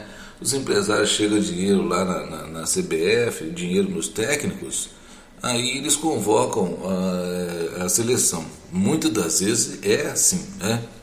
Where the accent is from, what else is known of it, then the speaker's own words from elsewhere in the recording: Brazil; nós somos brasileiros